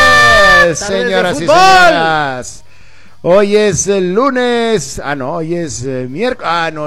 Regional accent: Mexico; Hoy juega México y hoy soy más mexicano.

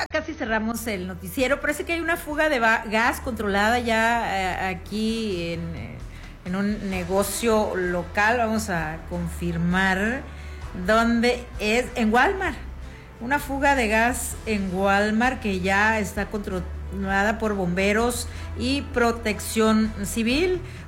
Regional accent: Mexico; refiriéndonos a nuestro país

